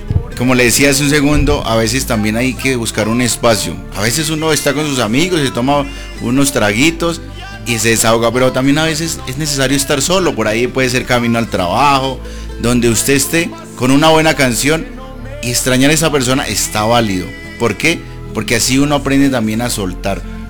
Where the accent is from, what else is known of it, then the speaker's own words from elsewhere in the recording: Boyacá, Colombia; siempre a cada parte de Colombia que voy, lo digo con mucho amor, soy boyacense porque somos personas llenas de cordialidad, de respeto por los demás.